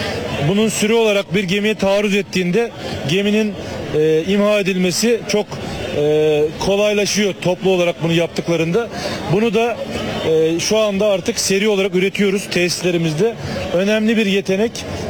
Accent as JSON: {"language": "Turkish", "town": "Gölcük", "region": "Kocaeli", "country": "Turkey", "tie": "born or raised there", "said": "Hani buranın bir evladıyım ben. Gölcük'te doğup büyüdüm."}